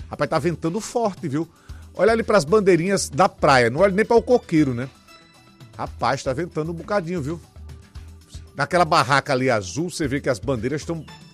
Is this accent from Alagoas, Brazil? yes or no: yes; Maceió, Alagoas, Brazil; nós que somos de Maceió, nós que somos do Nordeste